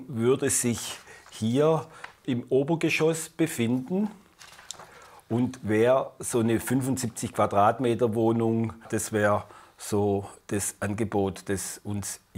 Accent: Baden-Württemberg, Germany; now in Tübingen, Germany; Ich komme eigentlich aus dem Schwarzwald. Hier in Tübingen, da gefällt es mir soweit.

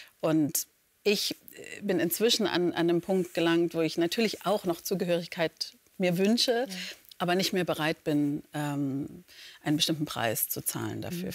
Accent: Leipzig, Saxony, Germany; Leipzig war meine Heimatstadt. Ich war noch nie woanders, also bis zu meinem 8. Lebensjahr.

